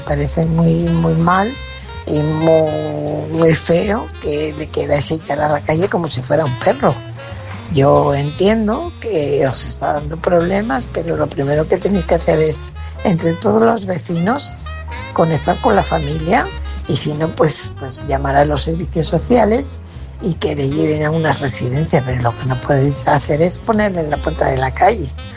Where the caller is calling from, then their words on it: Fuenlabrada, Community of Madrid, Spain; Hola, buenas noches, Álvaro … corresponsal de Fuenlabrada.